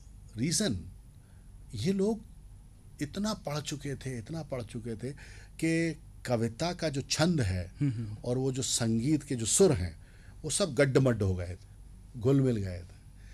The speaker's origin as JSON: {"language": "Hindi", "town": "Vidisha", "region": "Madhya Pradesh", "country": "India", "tie": "born or raised there", "also_born_or_lived": "Bhopal", "said": "और चूंकि मैं संयुक्त परिवार में पला बड़ा हूँ विदिशा भोपाल में"}